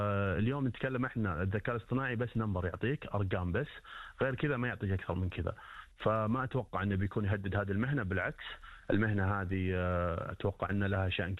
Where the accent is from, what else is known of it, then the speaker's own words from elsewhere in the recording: Saudi Arabia; عندنا في المملكة العربية السعودية